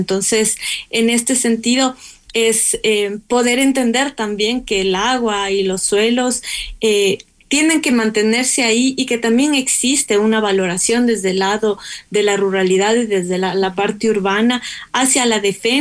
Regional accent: Ecuador; nosotros como ecuatorianos

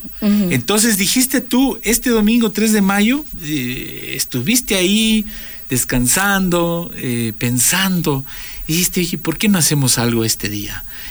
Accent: Ecuador; Para nosotros la minga, como ecuatorianos

